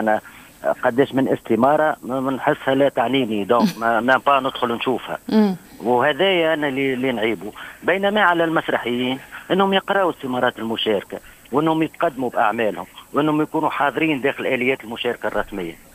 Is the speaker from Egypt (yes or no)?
no; Tunisia; أنا كتونسي مسرحي تونسي